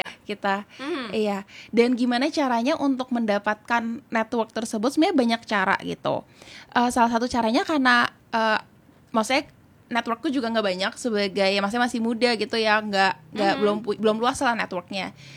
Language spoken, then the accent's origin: Indonesian; Tangerang, Banten, Indonesia; aku usianya tahun ini 26 tahun, dan kita, aku berasal dari BSD City, jadi gak jauh ya dari kantor Heartline.